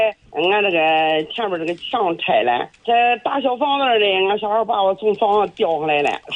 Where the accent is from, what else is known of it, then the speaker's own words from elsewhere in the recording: Dezhou, Shandong, China; 我是山东的，家老家山东的。